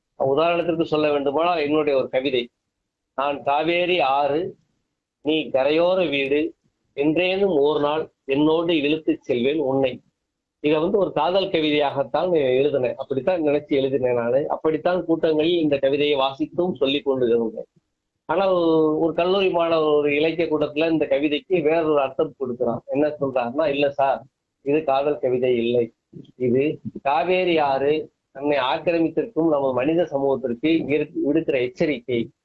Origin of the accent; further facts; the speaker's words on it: Rajapalayam, Tamil Nadu, India; also born or lived in Siveri; அந்த சிவேரியை விட்டு பஞ்சம் விளைப்பதற்காக அப்பா அம்மா காலத்திலே ராஜபாளையத்துக்கு வந்துட்டோம். அப்ப அந்த கிராமத்தை பிரிந்த, என்னோட சொந்த ஊரை பிரிந்த